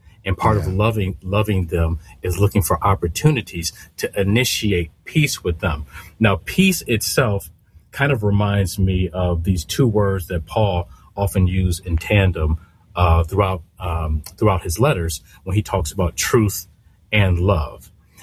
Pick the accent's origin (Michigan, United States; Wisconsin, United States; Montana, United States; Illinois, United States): Michigan, United States; Detroit; I'm from Detroit, and right now I live in a city that's only a hop, skip, and jump away from Dearborn.